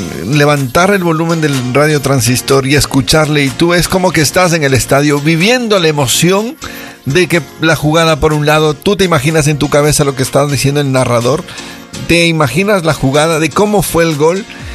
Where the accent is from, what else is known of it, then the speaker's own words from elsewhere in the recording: Ecuador; nosotros, como ecuatorianos